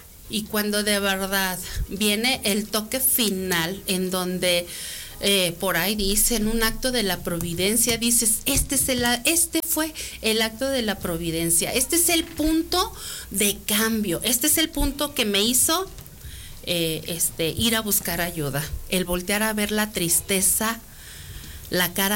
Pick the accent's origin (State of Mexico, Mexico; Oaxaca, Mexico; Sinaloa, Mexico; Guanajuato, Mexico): Guanajuato, Mexico; León; soy de León, Guanajuato